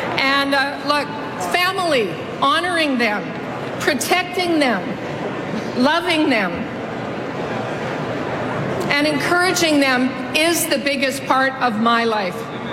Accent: British Columbia, Canada

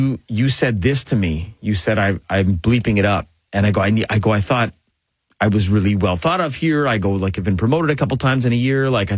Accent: Etobicoke, Ontario, Canada; I think I've mentioned that I'm like from Etobicoke and that I went to like McMaster maybe.

